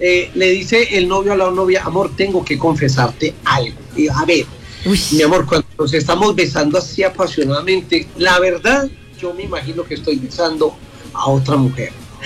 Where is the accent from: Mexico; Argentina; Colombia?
Colombia; Antioquia; Caramanchuma, que es mi pueblo.